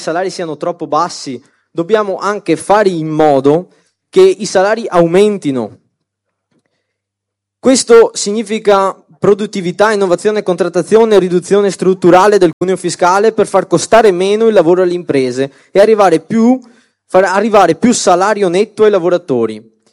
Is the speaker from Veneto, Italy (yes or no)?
yes; Veneto, Italy; io vengo dalla Riviera del Brenta, che è un territorio tra Venezia e Padova